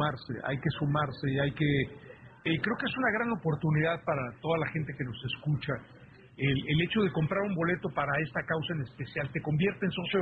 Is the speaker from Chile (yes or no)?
no; Mexico; lo terribles que somos los mexicanos con los migrantes que cruzan nuestro país.